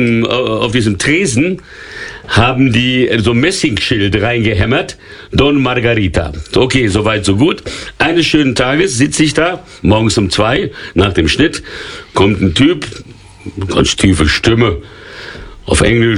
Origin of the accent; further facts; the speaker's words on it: São Paulo, Brazil; Und habe gesagt, ich komme aus São Paulo, habe meinen Lieblingsverein genannt, das war der Konkurrent von Santos, das war Palmeiras.